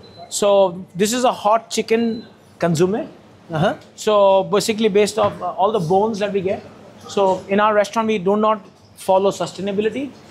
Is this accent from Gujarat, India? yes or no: no; Kolkata, West Bengal, India; born there; also born or lived in Thiruvananthapuram / Delhi; I was born in Calcutta as a Punjabi kid, living on Bengali food and Calcutta chaat cultures.